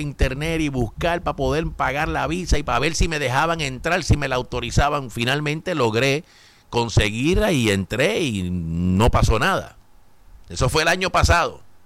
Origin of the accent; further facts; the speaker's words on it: United States; Yo llego, yo soy gringo.